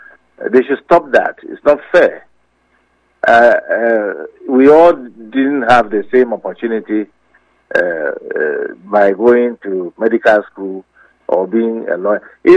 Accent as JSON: {"language": "English", "country": "Ghana", "tie": "born there", "said": "I was born in Gold Coast. I live with you who in Ghana here."}